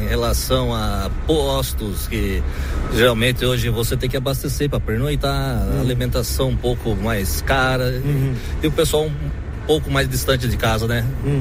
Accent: Capão Bonito, São Paulo, Brazil; Capão Bonito.

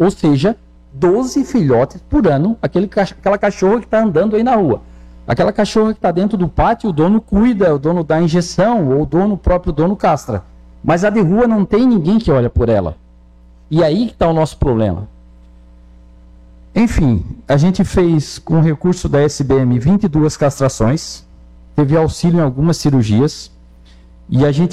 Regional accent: Maracajá, Santa Catarina, Brazil; born there; moved away; also born or lived in Goiás / Curitiba; eu nasci aqui no Maracajá, eu morei fora 3 anos em Goiás, 5 anos em Curitiba, e quando eu voltei para cá em 2014

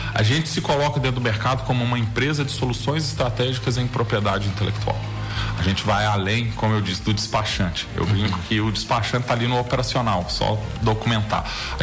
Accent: Minas Gerais, Brazil; now in Lages, Brazil; Sou de Minas.

